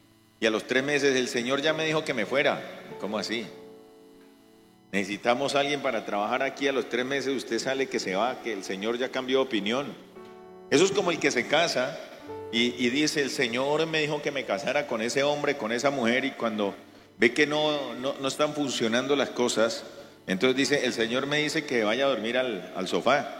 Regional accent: Bogotá, Colombia; Dentro de los términos que a veces usted nos habrá escuchado a nosotros que venimos por allá de Bogotá, en ocasiones se nos sale el su merced.

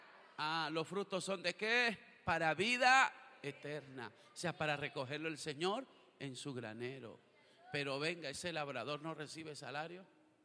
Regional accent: La Guajira, Colombia; en mi tierra, en La Guajira. Hay harta iguana.

